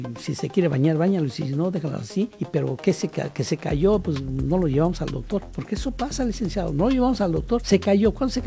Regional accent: Mexico; somos mexicanos

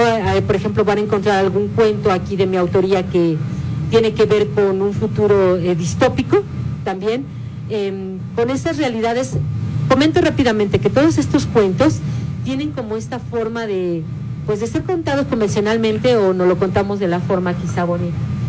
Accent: Mexico City, Mexico; born there; also born or lived in Oaxaca; Yo soy, oaxaqueña, ¿no? Nacida en la Ciudad de México, de padre oaxaqueño, madre también oaxaqueña adoptiva.

